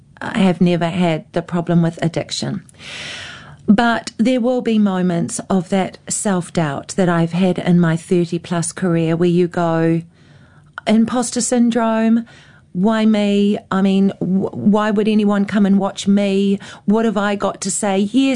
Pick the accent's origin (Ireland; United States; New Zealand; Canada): New Zealand; I've come all the way from New Zealand